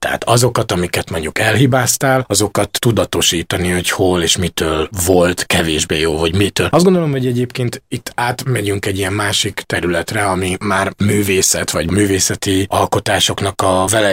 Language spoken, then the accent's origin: Hungarian; Kocsola, Tolna, Hungary; now in Budapest, Hungary; Tolna megyéből érkeztem, kis kitérőkkel, mármint a fővárosba, Dombovár mellett egy kis falu, Kocsola, körülbelül 1500-an laknak ott.